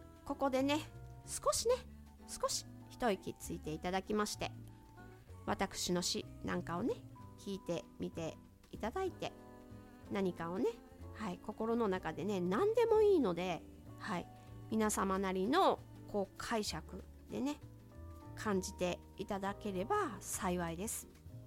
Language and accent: Japanese; Mie, Japan; 三重県の出身なので